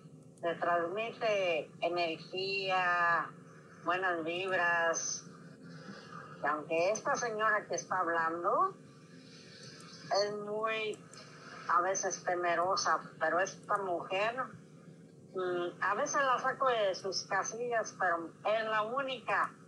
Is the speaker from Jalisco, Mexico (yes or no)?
yes; Guadalajara, Jalisco, Mexico; moved away; cuando fue a verme allá a Guadalajara, allá a mi tierra